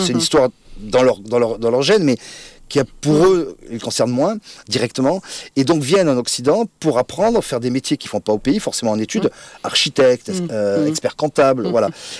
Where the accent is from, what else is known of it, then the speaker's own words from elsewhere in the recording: Provence-Alpes-Côte d'Azur, France; now in Montpellier, France; Mais j'ai grandi sur la Côte d'Azur et je suis revenu il y a une quinzaine d'années à Montpellier.